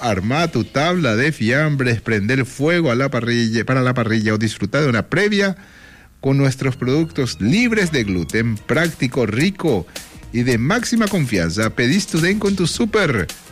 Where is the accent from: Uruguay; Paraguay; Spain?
Paraguay; Encarnación, Itapúa; los que somos de Encarnación